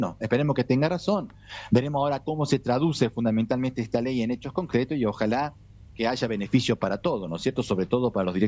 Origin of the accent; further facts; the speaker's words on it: Argentina; now in Rome, Italy; nuestra cultura argentina